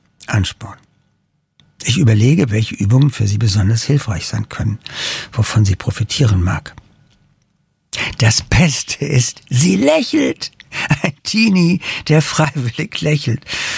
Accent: Darmstadt, Hesse, Germany; geht die Sonne unter, hinter den Darmstädter Palmen. Ein plötzlich rosa Himmel und ich freue mich an meiner Heimatstadt

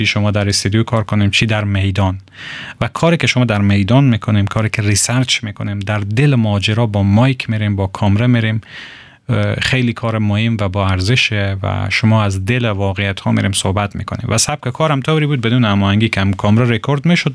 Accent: Herat, Afghanistan; و متولد هراتم.

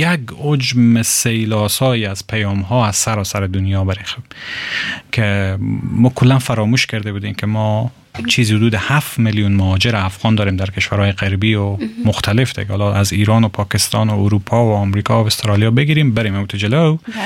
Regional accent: Herat, Afghanistan; در واقع در هرات بزرگ شدم، تولد شدم، مکتب در هرات خواندم و افتخار از داشتم که از لیسه انقلاب اسلامی هرات فارغ شدم

